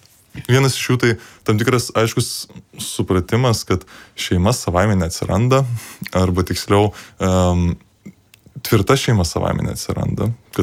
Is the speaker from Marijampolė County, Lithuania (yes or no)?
yes; Marijampolė, Marijampolė County, Lithuania; born there; esu iš Marijampolės, baigiau mokyklą